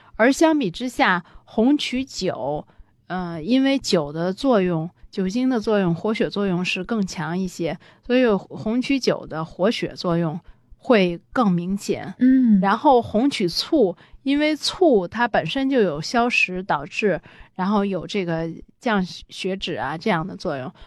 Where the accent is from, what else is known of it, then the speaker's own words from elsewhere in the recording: China; 作为咱们是中国人